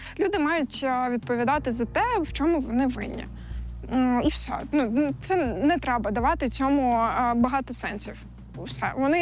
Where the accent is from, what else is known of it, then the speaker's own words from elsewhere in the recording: Crimea, Ukraine; А Гіркіну, який винен в смерті, по-перше, в окупації мого рідного Криму, окупації Донеччини, Луганщини, збитті Боїнга